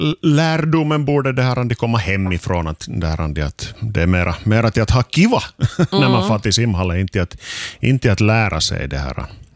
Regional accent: Strömfors, Uusimaa, Finland; also born or lived in Mörskom; jag var fyra när vi flyttade från Mörskom till Strömfors. Och vi köpte också en sommarstuga där samtidigt.

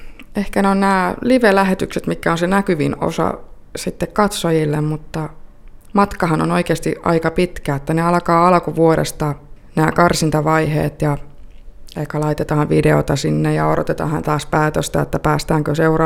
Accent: Peräseinäjoki, South Ostrobothnia, Finland; also born or lived in Kauhajoki; Että joo, pieni kylä, mutta ehkä siinä on ollut etunsakin sitten, että pieni paikka. Ja ei mulla ole kuin oikeastaan hyvää sanottavaa Peräseinäjoesta, että siellä on ollut hyvä kasvaa.

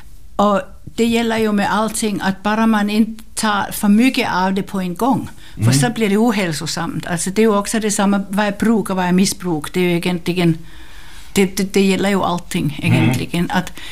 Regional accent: Copenhagen, Capital Region of Denmark, Denmark; now in Finland; Jag är från Köpenhamn. Jag är född i Köpenhamn och har gått i skola i Köpenhamn och har levt ett fullständigt normalt vanligt liv till jag blev 12 år.

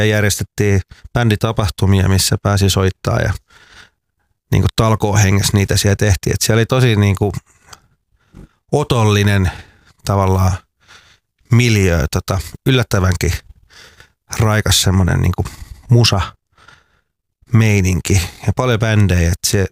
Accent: Hämeenkyrö, Pirkanmaa, Finland; now in Tampere, Finland; ollaanko me sit kuitenkin Hämeenkyröstä sit kuitenkin, vaikka mä koen, että olen tamperelainen, tai sanotaanko, että me ollaan tamperelaistuttu

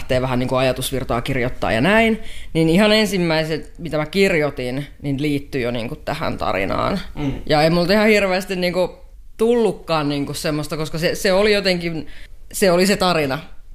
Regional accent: Parola, Kanta-Häme, Finland; now in Menkijärvi, Alajärvi, Finland; Mä oon lähtöisin Parolasta, Kanta-Hämeestä.

